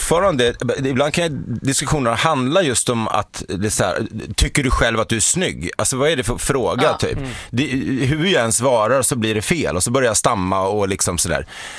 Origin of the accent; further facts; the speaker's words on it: Stockholm, Stockholm County, Sweden; born there; Men sen är jag ju också född i Stockholm. Jag är född på Södersjukhuset